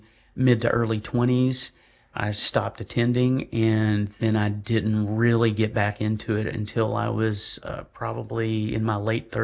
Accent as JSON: {"language": "English", "region": "Arkansas", "country": "United States", "tie": "born or raised there", "said": "Well, I'm originally from Arkansas, so if you hear a hint of an accent, I can get one in that Moonlight Magnolia drawl going on. So, I was born and raised in the South. I was not a cradle Catholic. I'm a bassinet Baptist."}